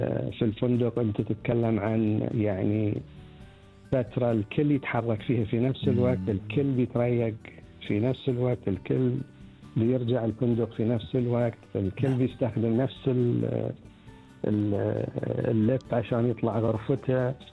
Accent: Bahrain

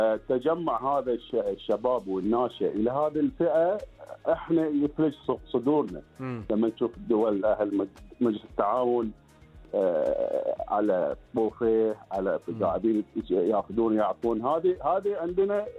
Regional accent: Bahrain; احنا كبحرينيين

